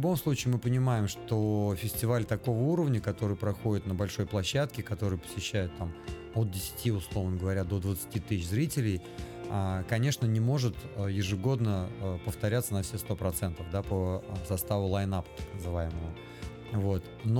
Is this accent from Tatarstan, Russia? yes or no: yes; Chistopol, Tatarstan, Russia; Я родом из Чистополя, я уже не раз это говорил, я этим горжусь и никогда не скрываю.